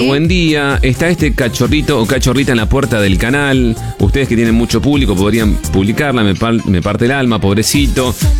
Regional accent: Carcarañá, Santa Fe, Argentina; Somos de Carcaraña, de Lejano, lo llamamos Jano.

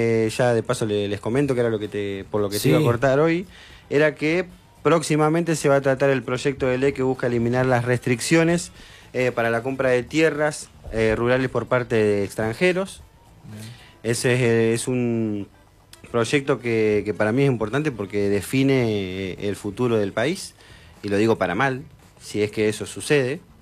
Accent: Argentina

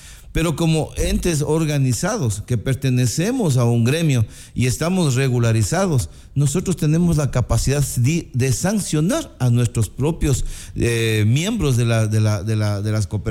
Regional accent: Ecuador; nosotros como buenos ecuatorianos

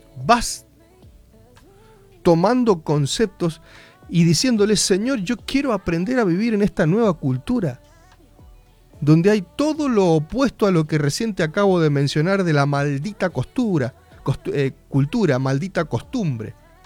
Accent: Argentina; La maldita cultura que nos identifica como argentinos.

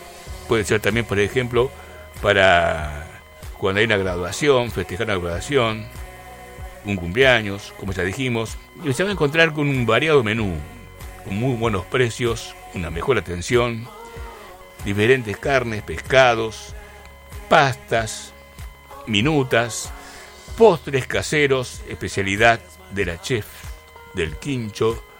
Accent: María Grande, Entre Ríos, Argentina; estoy con mis paisanos, ¿no? Mis abuelos son inmigrantes. Y si bien me crié, nací en María Grande y me crié acá cerquita, pero siempre estuve en contacto. Toda mi familia, por mis cuatro lados, estamos inmigrantes del Volga.

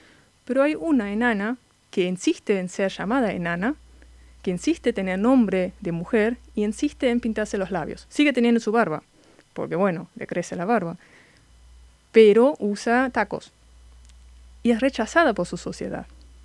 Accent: Germany; Spanish is a second language; moved away as an adult; now in Argentina; soy querés. De Alemania.

